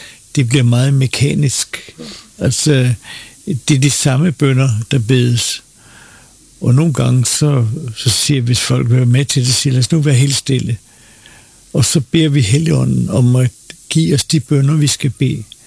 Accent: Copenhagen, Capital Region of Denmark, Denmark; Jeg voksede op på Utterslev Torv i København og gik i Billedhøjskole.

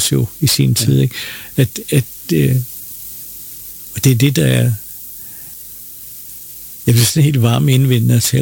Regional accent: Copenhagen, Capital Region of Denmark, Denmark; jeg var københavner

